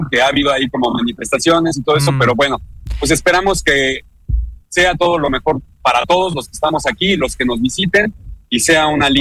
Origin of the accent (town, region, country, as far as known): Mexico